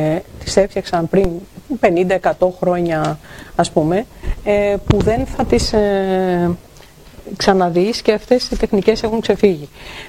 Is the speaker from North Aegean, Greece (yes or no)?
yes; Chios, North Aegean, Greece